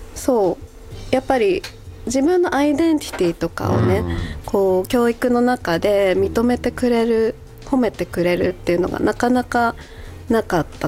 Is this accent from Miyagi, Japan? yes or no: yes; Sendai, Miyagi, Japan; もともと私は仙台出身でして